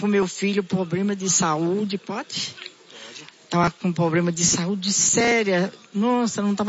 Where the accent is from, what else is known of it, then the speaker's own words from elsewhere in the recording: São Paulo, Brazil; Eu sou de Arthur Alvim.